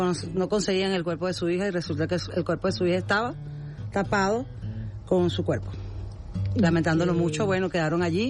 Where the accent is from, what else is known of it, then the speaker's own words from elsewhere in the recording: Tucacas, Falcón, Venezuela; now in La Guaira, Venezuela; yo vengo de Tucacas, Estado Falcón, orgullosa de ser de Tucacas, porque ahí también crecí desde los 14 años, y crecí viendo cómo puedo apoyar a ese pueblo.